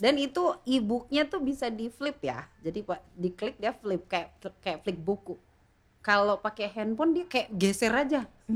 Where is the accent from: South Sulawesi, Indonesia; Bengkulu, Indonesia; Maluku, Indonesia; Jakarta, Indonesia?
Bengkulu, Indonesia; kita tuh memang Melayu Bengkulu ya secara besar